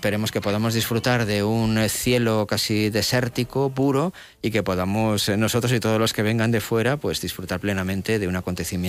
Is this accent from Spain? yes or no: yes; Castile and León, Spain; los que somos de León lo sabemos